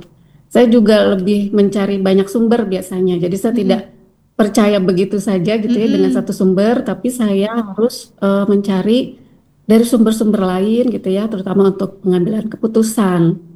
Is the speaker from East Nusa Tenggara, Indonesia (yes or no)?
no; Medan, North Sumatra, Indonesia; also born or lived in Aceh; Saya asli Medan, Aceh.